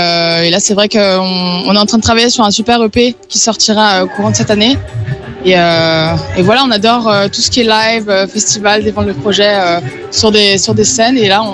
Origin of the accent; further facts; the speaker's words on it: Paris, Île-de-France, France; Nous, on vient de Paris.